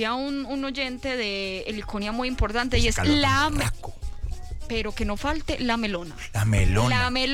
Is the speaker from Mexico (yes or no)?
no; Angelópolis, Antioquia, Colombia; Es que es mi pueblo, entonces ya estoy como adaptada al ambiente.